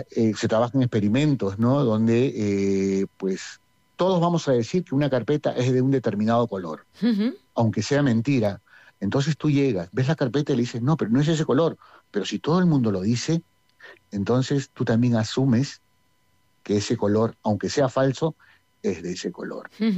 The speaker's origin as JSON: {"language": "Spanish", "country": "Peru", "moved": "yes", "lives_now": "Bilbao, Spain", "said": "yo soy peruano, soy nacido en Perú, pero bueno, mi familia es de aquí."}